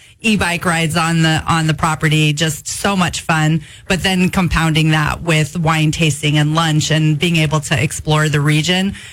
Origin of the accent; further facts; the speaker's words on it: Los Angeles, California, United States; because I'm originally from Los Angeles and I am used to the sound of traffic and cars.